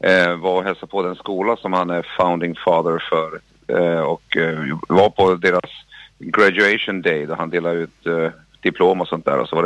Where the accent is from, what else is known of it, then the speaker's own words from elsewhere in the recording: Piteå, Norrbotten County, Sweden; now in Stockholm, Sweden; Jag kommer ursprungligen från Piteå men har bott i Stockholm i många år.